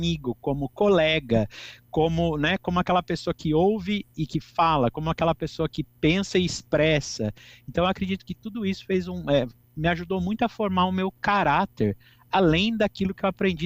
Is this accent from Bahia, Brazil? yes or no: no; Bauru, São Paulo, Brazil; moved away as an adult; also born or lived in Araraquara; eu sou uma pessoa do interior. Eu sou nascido e criado em Bauru e me mudei para Araraquara para cursar a faculdade.